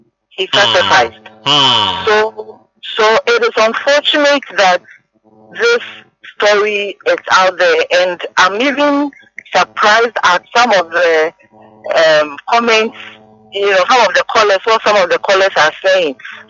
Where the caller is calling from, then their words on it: Accra, Greater Accra, Ghana; I'm calling from Atimota.